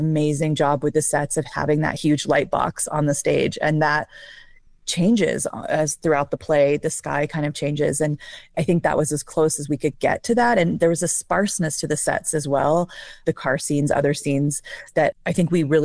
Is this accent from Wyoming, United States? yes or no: yes; Wyoming, United States; also born or lived in Colorado; And of course, growing up in Wyoming and being from here, I mean, even being in Colorado, there's wind is a thing.